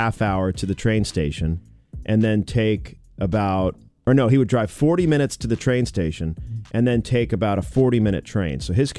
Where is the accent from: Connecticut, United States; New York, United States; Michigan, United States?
Connecticut, United States; I know growing up in Connecticut, New Jersey is famous for its tomatoes.